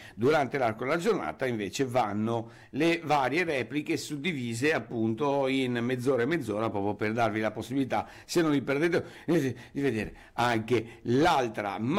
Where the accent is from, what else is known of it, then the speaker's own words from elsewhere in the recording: Venice, Veneto, Italy; anch'io cresciuto a Venezia